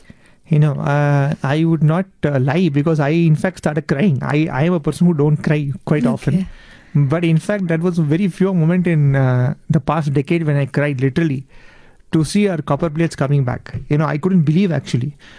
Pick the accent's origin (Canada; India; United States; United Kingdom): India; as an Indian